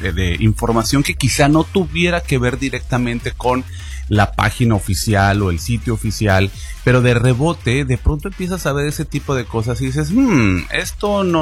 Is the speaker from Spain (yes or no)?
no; Mexico; si somos mexicanos, nosotros ni nos damos cuenta porque pues nosotros aquí llegamos a nuestro país y no nos cobran por entrar